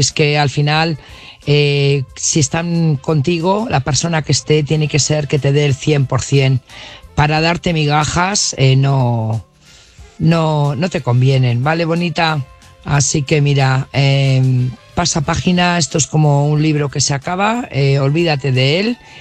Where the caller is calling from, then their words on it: Burgos, Castile and León, Spain; corresponsal de Burgos.